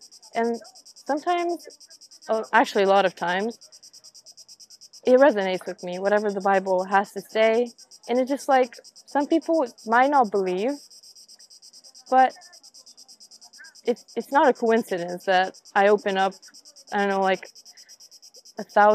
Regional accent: Romania; English is a second language; I come from Romania

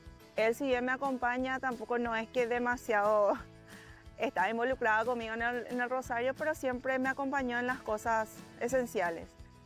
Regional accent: Paraguay; soy de Paraguay y ahora ya me declaro hija mariana.

